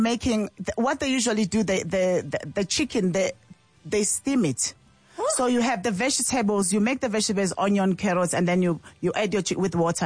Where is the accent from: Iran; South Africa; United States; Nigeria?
South Africa; As South African